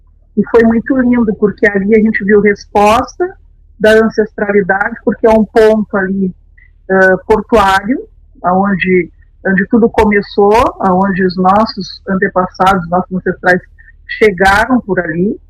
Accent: Pelotas, Rio Grande do Sul, Brazil; eu sou de Pelotas

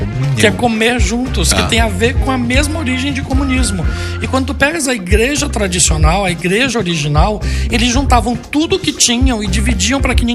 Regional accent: Brazil; me fere muito como brasileiro.

